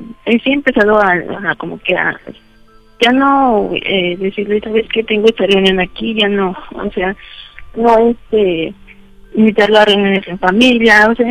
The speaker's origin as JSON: {"language": "Spanish", "town": "Magdalena Contreras", "region": "Mexico City", "country": "Mexico", "said": "31 años y soy de la Magdalena Contreras."}